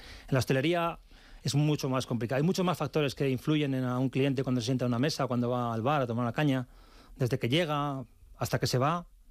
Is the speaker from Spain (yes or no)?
yes; Spain; moved away as an adult; now in Tongeren, Belgium; soy el único español en la compañía, en la sede central.